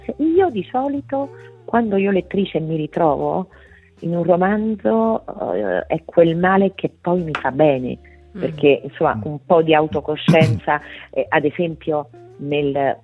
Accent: Agnone, Molise, Italy; now in Rome, Italy; potrebbe essere Agnone, non lo so, parlo del mio paese di origine

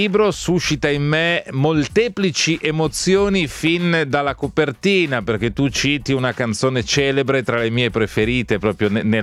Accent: Milan, Lombardy, Italy; da milanese, da tifoso del Milan

